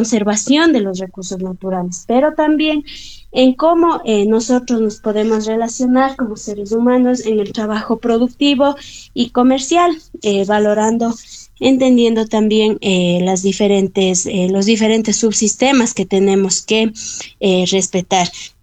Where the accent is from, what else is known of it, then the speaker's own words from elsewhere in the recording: Pujilí, Cotopaxi, Ecuador; Yo soy de la provincia de Cotopaxi, del cantón Pujilí, de la comunidad San Isidro. Es una comunidad rural que está a casi 2.980 metros sobre el nivel del mar